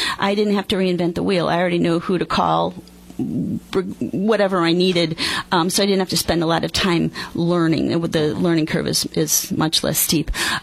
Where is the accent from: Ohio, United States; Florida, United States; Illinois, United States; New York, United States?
Illinois, United States; Peru; now in LaSalle, United States; I grew up in Peru, currently live in LaSalle.